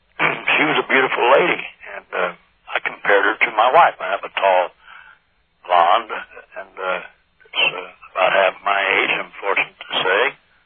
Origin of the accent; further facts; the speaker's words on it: California, United States; I'm from California, and just happened to be in Tennessee tonight.